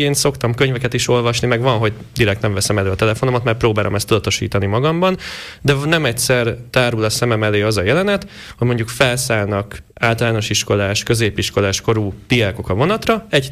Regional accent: Vác, Pest, Hungary; mert én Váci vagyok

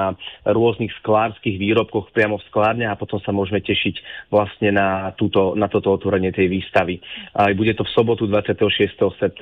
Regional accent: Lednické Rovne, Trenčín Region, Slovakia; keďže pochádzam priamo z Lednických rovní

